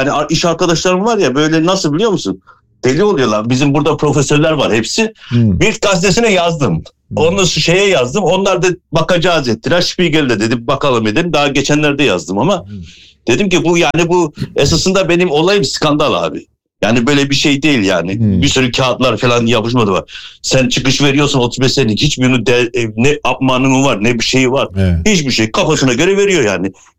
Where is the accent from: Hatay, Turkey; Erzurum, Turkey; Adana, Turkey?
Erzurum, Turkey; Ben Erzurumluyum.